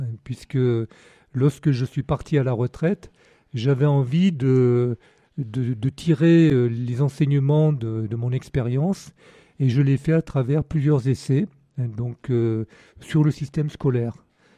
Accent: Annonay, Auvergne-Rhône-Alpes, France; moved away as an adult; now in Carcassonne, France; je suis un Ardéchois et je suis fier d'être Ardéchois puisque je suis né à Annonay, donc dans le nord de l'Ardèche, et j'ai poursuivi mes études en dehors de l'Ardèche, mais jusqu'au baccalauréat, donc j'ai habité à Annonay.

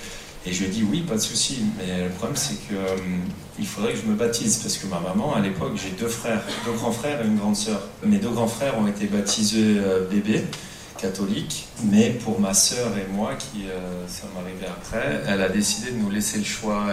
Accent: Chambéry, Auvergne-Rhône-Alpes, France; also born or lived in Grenoble; moi, j'ai grandi entre Chambéry et Grenoble. Je suis savoyard, né à Chambéry.

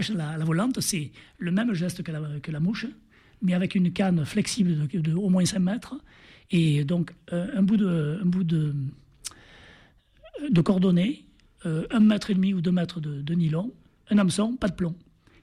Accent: Marseille, Provence-Alpes-Côte d'Azur, France; moved away; also born or lived in Ardèche; Moi j'habite à Marseille à l'époque

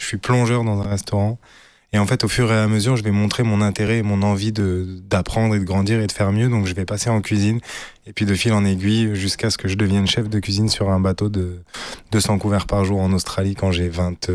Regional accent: Saint-Restitut, Auvergne-Rhône-Alpes, France; En fait, j'ai grandi dans la Drôme. La Drôme provençale, dans un terrain familial où il y avait le restaurant de mes cousins.

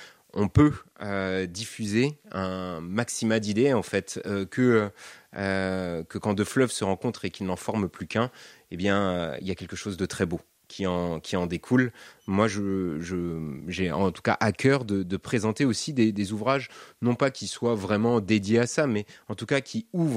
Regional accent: Vouthon, Nouvelle-Aquitaine, France; also born or lived in Brazil; Moi, j'ai grandi en Charente, à Vouton, à côté de la Rochefoucauld. J'ai fait toute ma scolarité ici.

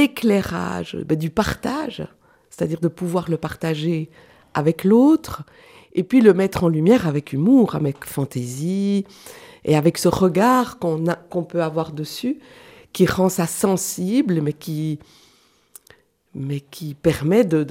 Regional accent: Switzerland; moved away as an adult; now in Belgium; Je suis suissesse d'origine.

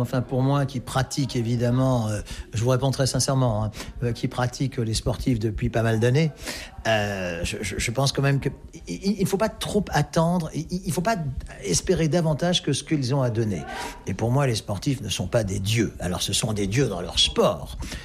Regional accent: France; born there; Mon père était donc citoyen américain, 100% américain, ce qui est ma demi-nationalité vu que je suis né en France, de mère néerlandaise.

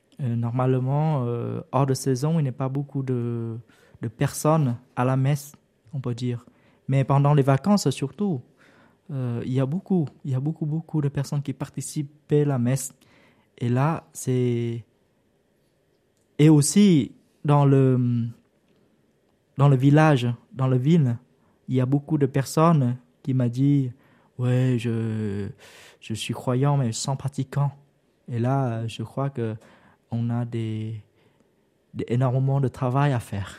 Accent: Vietnam; French is a second language; moved away as an adult; now in France; quand j'étais petit au Vietnam, j'étais un berger.

